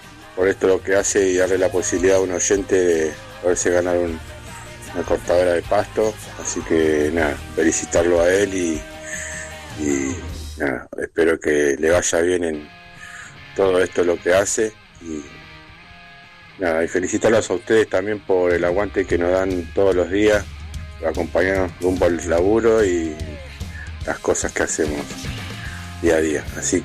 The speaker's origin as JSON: {"language": "Spanish", "town": "Villa Lugano", "region": "Buenos Aires", "country": "Argentina"}